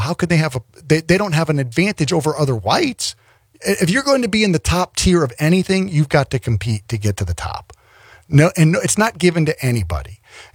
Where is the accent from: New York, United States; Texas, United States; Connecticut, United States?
Connecticut, United States; born there; now in South Carolina, United States; whether I'm here in South Carolina, back in my home state of Connecticut